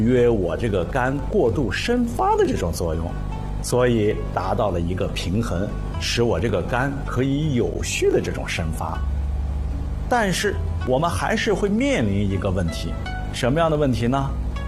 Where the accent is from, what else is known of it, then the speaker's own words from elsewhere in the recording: China; 我们中国人特别讲究这个和，凡事是不能太过呀。